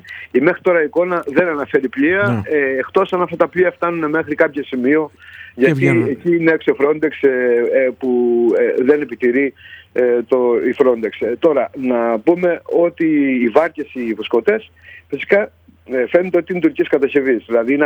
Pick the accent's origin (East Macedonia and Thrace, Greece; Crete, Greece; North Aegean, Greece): Crete, Greece; Lasithi; νιώθω υπερήφανος που είμαι από το Λασίθι